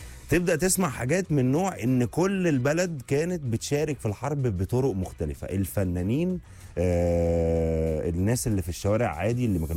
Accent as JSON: {"language": "Arabic", "country": "Egypt", "said": "لينا كلنا كمصريين"}